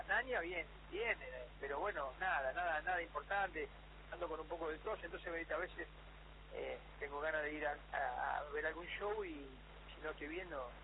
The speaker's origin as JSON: {"language": "Spanish", "country": "Argentina", "said": "Pero bueno, yo como argentino estoy agradecido"}